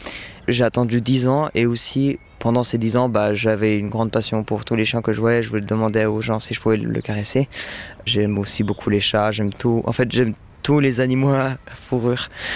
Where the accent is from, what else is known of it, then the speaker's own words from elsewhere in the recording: Switzerland; born there; Je suis un segundo, mes deux parents viennent de Serbie et je suis né en Suisse